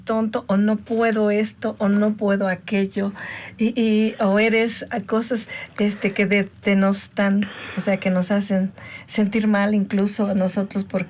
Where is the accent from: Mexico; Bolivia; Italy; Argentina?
Mexico; born there; also born or lived in Veracruz; Los que nacimos en México realmente, en el corazón llevamos a México donde quiera que vayamos.